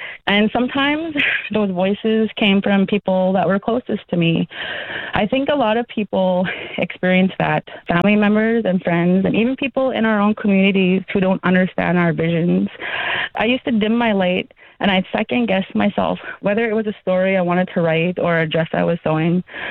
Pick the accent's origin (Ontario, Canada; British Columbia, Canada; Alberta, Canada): Alberta, Canada; Frog Lake; So how you say Frog Lake in Cree, how we say it out there, is Aiksegegan. I grew up in Frog Lake.